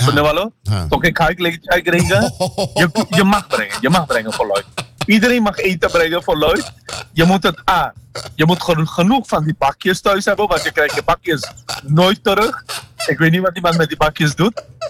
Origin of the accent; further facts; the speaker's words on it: Suriname; Nee, maar luister, ik ben in Suriname opgegroeid.